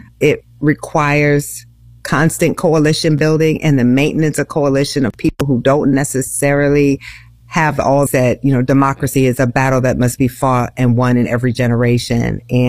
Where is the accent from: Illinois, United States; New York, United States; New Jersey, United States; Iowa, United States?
Iowa, United States; My home state of Iowa